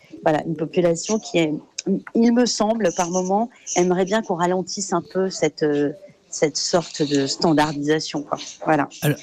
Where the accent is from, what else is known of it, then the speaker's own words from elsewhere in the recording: France; j'ai grandi en France avec des référentiels autour de la culture